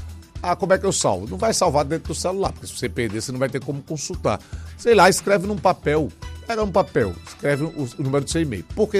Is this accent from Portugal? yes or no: no; Maceió, Alagoas, Brazil; born there; Se eu pudesse escolher qualquer lugar do mundo para nascer, eu escolheria Maceió de novo. Eu amo a minha terra.